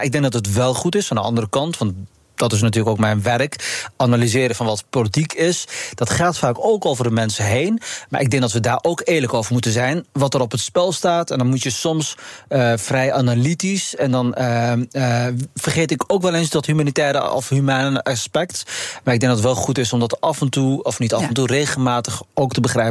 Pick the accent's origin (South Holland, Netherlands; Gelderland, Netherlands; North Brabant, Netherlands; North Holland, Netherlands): Gelderland, Netherlands; Arnhem; moved away; ik kom toevallig oorspronkelijk uit Arnhem